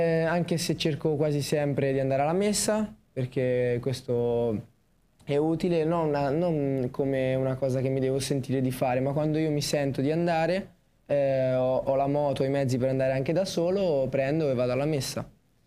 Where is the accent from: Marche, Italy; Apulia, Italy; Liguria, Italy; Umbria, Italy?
Marche, Italy; Loreto; e anch'io sono di Loreto e tutto qua.